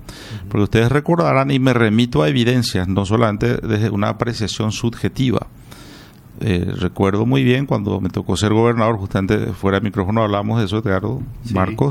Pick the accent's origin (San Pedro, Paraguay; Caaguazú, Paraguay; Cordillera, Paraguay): Caaguazú, Paraguay; Coronel Oviedo; nuestros municipios del Caguazú, donde soy oriundo, de Coronel Oviedo